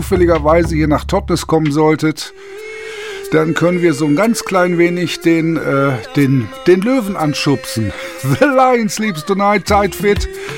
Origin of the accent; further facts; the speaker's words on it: Germany; ich bin aufgewachsen nah an der holländischen Grenze.